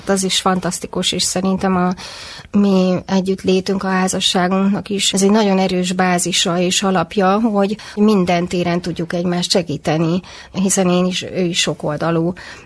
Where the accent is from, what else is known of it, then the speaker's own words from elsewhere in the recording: Pécs, Baranya, Hungary; én ugye nagyon sokat minisztráltam gyerekkoromban. Pécsett a Székesegyházban.